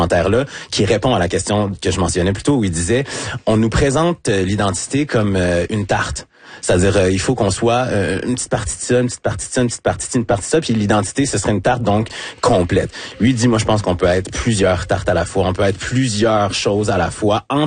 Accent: Quebec City, Quebec, Canada; born there; Je suis né à Québec, à l'hôpital Saint-Sacrement. Mes deux parents étaient étudiants à l'Université Laval

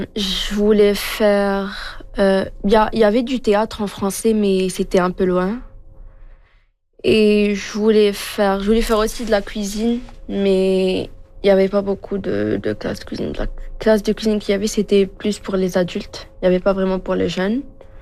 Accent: Morocco; moved away; On vient du Maroc.

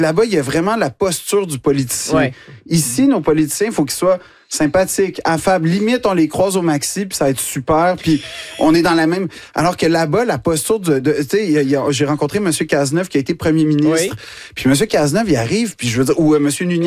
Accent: Quebec, Canada; now in France; je suis Québécois. Donc, en fait, je ne suis pas un Français. Je suis un Québécois qui est en France.

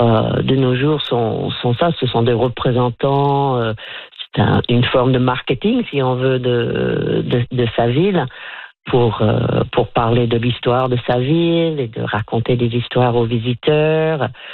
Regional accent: Nova Scotia, Canada; born there; now in Annapolis Royal, Canada; Je ne suis pas née à Annapolis Royal. Je suis née en Nouvelle-Écosse, mais pas ici.

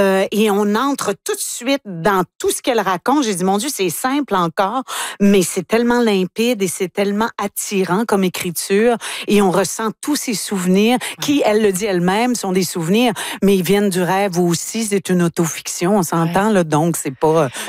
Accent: La Tuque, Quebec, Canada; je viens de la TUC, pas loin de Shawinigan.

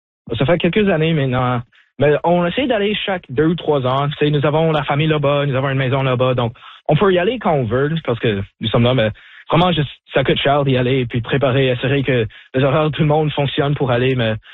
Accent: Sault Ste. Marie, Ontario, Canada; je viens de Sault Ste Marie, donc j'étais toujours dans ma tête que c'est comme, ah, c'est mon français, c'est pas aussi bon que le français des autres.

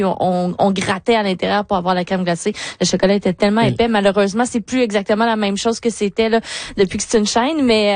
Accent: Lévis, Quebec, Canada; born there; Moi, je viens de Lévis.

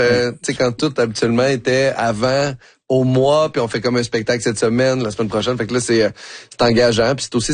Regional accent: Quebec City, Quebec, Canada; also born or lived in Bagotville / Saint-Hubert; now in Montreal, Canada; Je suis né à Québec. En fait, ça a été les 8 premières années de ma vie. J'ai passé dans le coin de Val-Bélair, Vanier.

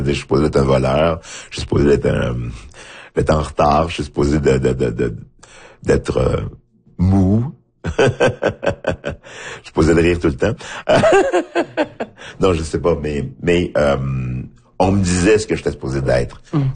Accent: Haiti; Je dis, oui, je viens d'Haïti

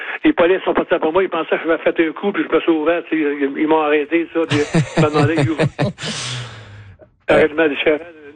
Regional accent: Montreal, Quebec, Canada; j'étais chez nous à Montréal

